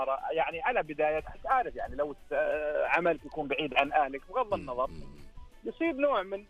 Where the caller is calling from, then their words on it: Riyadh, Riyadh Province, Saudi Arabia; من الرياض